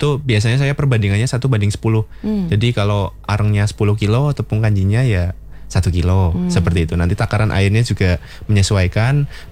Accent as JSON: {"language": "Indonesian", "region": "Central Java", "country": "Indonesia", "said": "Kalau di daerah saya itu ya mungkin sekitar Karisidenan Pekalongan."}